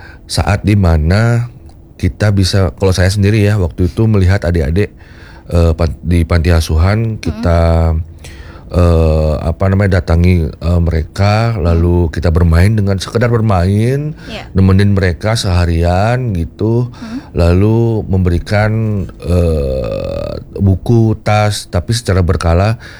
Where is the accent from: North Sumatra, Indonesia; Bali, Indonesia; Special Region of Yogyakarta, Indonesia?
Bali, Indonesia; kita orang Bali